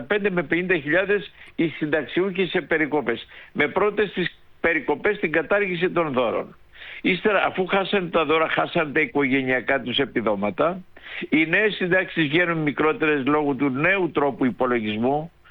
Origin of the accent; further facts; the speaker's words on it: Western Greece, Greece; Εδώ που είμαι στην Ηλία, στην πατρίδα μου